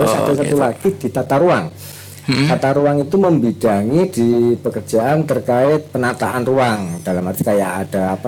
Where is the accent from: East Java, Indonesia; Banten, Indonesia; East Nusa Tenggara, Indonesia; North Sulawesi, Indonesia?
East Java, Indonesia; Ngawi; also born or lived in Ambon; Saya memang asli Ngawi, tapi kerja di PUPR dari tahun 2003.